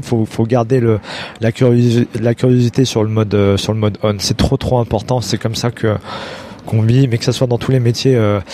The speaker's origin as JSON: {"language": "French", "town": "Lyon", "region": "Auvergne-Rhône-Alpes", "country": "France"}